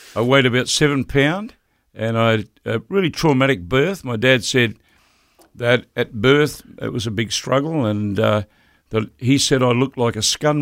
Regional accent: Bendigo, Victoria, Australia; But as a boy, I grew up in Bendigo. My dad was in the army.

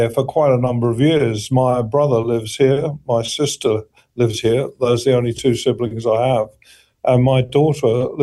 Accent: India; born there; Yeah, I traveled around a lot. I was born in India.

